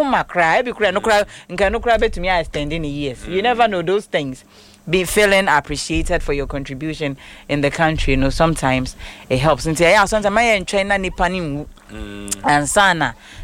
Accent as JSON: {"language": "English", "country": "Ghana", "said": "When I nanka Nigeria, I am from Ghana."}